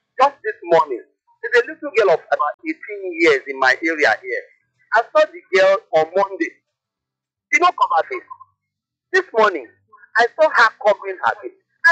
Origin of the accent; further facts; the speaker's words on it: Ikorodu, Lagos, Nigeria; from Ikorodu.